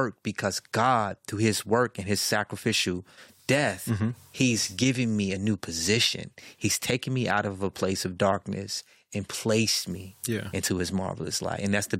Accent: Chicago, Illinois, United States; On this side, it's my Chicago Bulls cap, because I'm from Chicago.

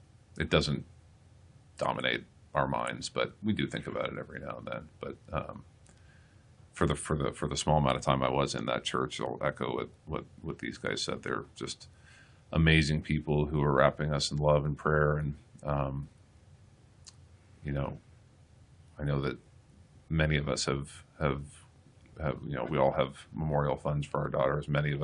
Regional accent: Houston, Texas, United States; We're from Houston. I think there's 11 total from Houston or surrounding areas.

